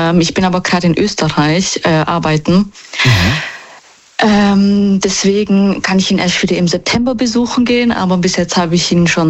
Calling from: Baden-Württemberg, Germany; Nähe Stuttgart

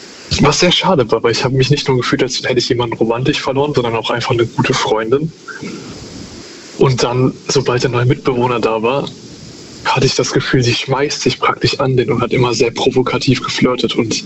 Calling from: Cologne, North Rhine-Westphalia, Germany; ich komme aus Köln.

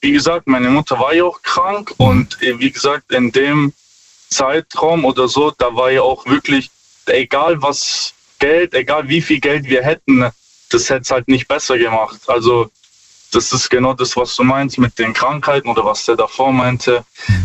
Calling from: Stuttgart, Baden-Württemberg, Germany; Stuttgart.

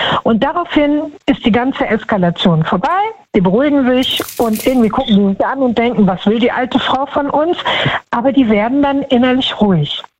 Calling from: Düsseldorf, North Rhine-Westphalia, Germany; Hallo aus NRW.

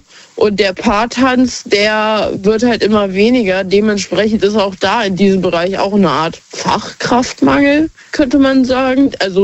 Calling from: Hanover, Lower Saxony, Germany; Aus Hannover tatsächlich.

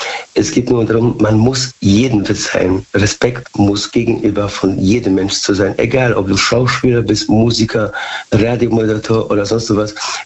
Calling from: Bad Godesberg, North Rhine-Westphalia, Germany; Aus Bad Godesberg. Haben wir schon gesprochen.

